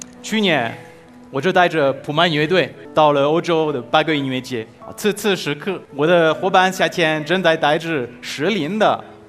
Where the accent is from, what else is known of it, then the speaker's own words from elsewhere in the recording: France; Chinese is a second language; also born or lived in Oxford, United Kingdom; now in China; 我2013年去的牛津大学人类硕士，以后我就来到中国定居了